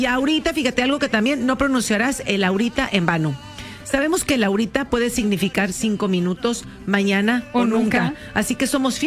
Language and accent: Spanish; Mexico